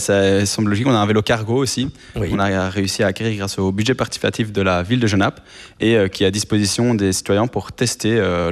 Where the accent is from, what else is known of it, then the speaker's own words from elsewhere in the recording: Ottignies, Wallonia, Belgium; moved away; De Hautigny, on a fait le déménagement à vélo.